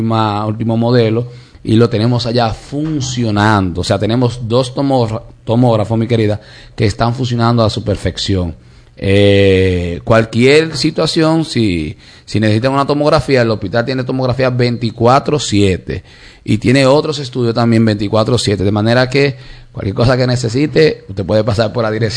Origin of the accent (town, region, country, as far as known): Dominican Republic